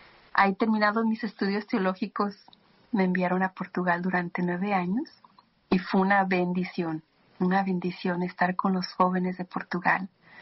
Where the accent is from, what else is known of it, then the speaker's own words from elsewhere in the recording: Guadalajara, Jalisco, Mexico; moved away as an adult; also born or lived in Mexico City / Guatemala / San Francisco; salí de mi pueblo de México, era Guadalajara